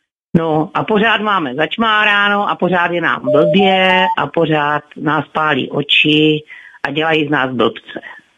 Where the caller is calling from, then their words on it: Otrokovice, Zlín Region, Czechia; z Otrokovic, vždycky jsem zdravila kluci z Plzně.